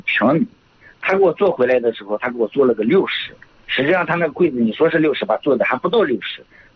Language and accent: Chinese; Wenxi, Shanxi, China; 我是闻喜的。